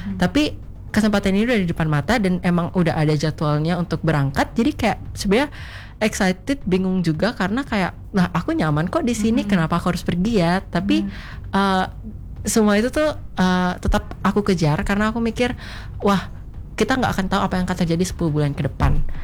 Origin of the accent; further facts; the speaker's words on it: Indonesia; now in United States; Aku juga sendirian sebagai orang Indonesia di daerah aku.